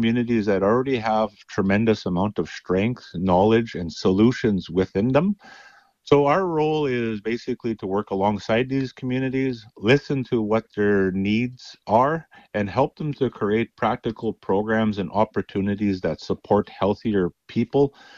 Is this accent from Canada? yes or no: yes; Flying Dust First Nation, Saskatchewan, Canada; I'm originally from Flying Dust First Nation.